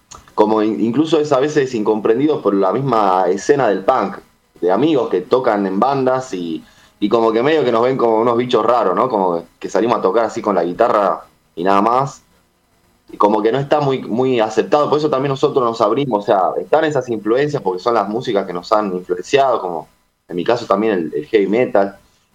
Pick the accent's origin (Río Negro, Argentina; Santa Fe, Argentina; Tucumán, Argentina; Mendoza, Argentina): Tucumán, Argentina; moved away as an adult; now in Buenos Aires, Argentina; Y en esa época yo soy de Tucumán, ¿no? Entonces empecé tocando en escenarios, en estos formatos de banda, con las cuales hemos tenido nuestros logros en su momento. Y después en 2011 yo me vine a vivir acá a Buenos Aires.